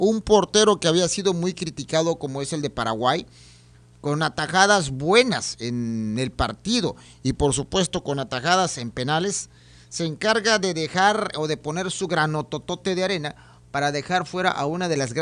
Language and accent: Spanish; Mexico